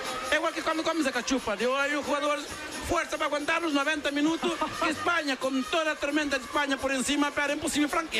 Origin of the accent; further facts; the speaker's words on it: Cape Verde; now in Burela, Spain; eso que somos de Cabo Verde, eso que somos, como quien dice, Burela.